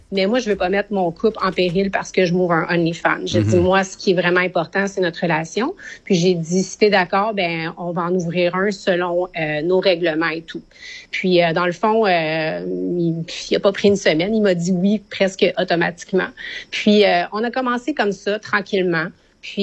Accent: Quebec, Canada; moved away as an adult; now in Las Terrenas, Dominican Republic; Ça va faire 5 ans que je suis en République. Je suis jamais retournée au Canada. Quand j'ai pris l'avion pour partir du Québec, je suis jamais retournée.

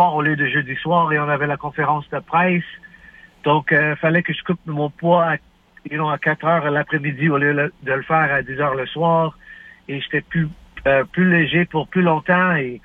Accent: Montreal, Quebec, Canada; on vient de Montréal, c'est vraiment humide ici à Montréal.

